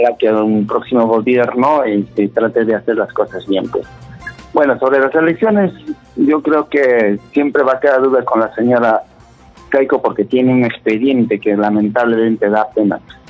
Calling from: Lima, Peru; de acá, San Juan de Lurigancho.

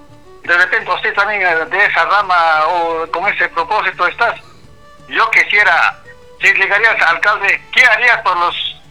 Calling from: Peru; los agricultores que somos de Valle Chiriari?

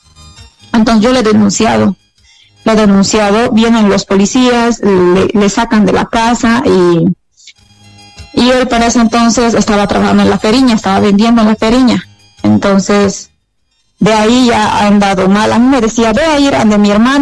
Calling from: Cochabamba, Bolivia; yo igual soy de Cochabamba.

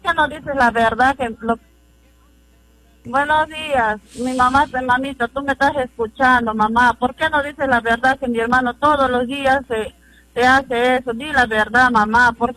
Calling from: Lima, Peru; yo no vivo allá, yo vivo en Lima.

